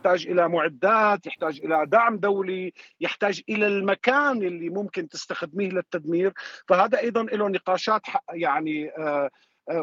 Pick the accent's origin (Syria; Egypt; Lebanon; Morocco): Syria; كلياتنا كسوريين شفنا براميل كلور الصفراء اللي كانت تتصنع